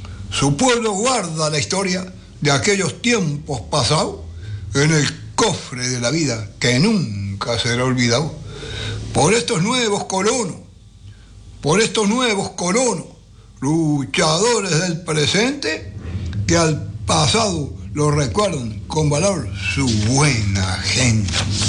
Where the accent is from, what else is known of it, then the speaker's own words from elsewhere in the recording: Sarandí, Uruguay; los de mi pueblo. Los de Sarandí